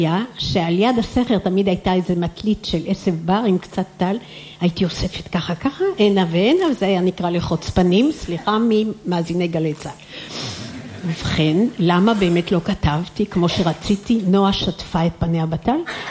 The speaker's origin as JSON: {"language": "Hebrew", "town": "Kinneret", "region": "Northern District", "country": "Israel", "tie": "born or raised there", "said": "אני נולדתי בקבוצת כנר, 1.5 קילומטר למטה זה דגניה"}